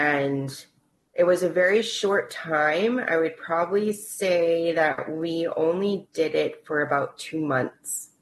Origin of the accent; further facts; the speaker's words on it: Agassiz, British Columbia, Canada; also born or lived in Vernon; I was born into the Okanagan Indian Band up in Vernon, BC. And I was put into the foster care system as a baby. And I was adopted by … from Agassiz, from the Stateless Reservation.